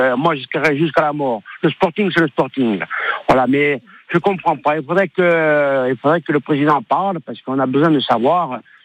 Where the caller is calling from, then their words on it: Corsica, France; Oui, je suis de Balagne